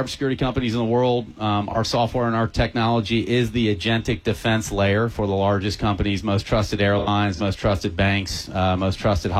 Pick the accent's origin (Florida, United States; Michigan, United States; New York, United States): Florida, United States; Middleburg; I grew up in Middleburg, Florida, and came over here.